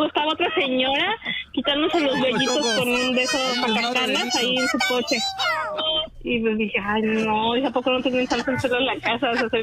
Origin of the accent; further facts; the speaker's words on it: Mexico City, Mexico; Soy de la Ciudad de México. Nací exactamente en Tepito.